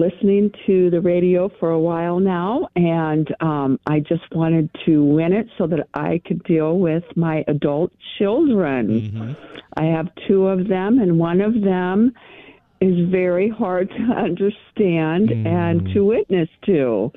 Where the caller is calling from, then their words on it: Lincoln, United States; I am calling from Lincoln.